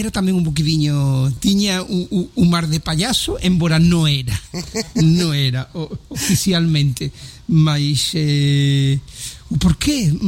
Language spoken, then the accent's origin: Portuguese; Cádiz, Andalusia, Spain; Portuguese is a second language; now in Portugal; Sou de Andaluzia, sou de Espanha, mas é um facto que já levo mais tempo a morar em Portugal que na Espanha.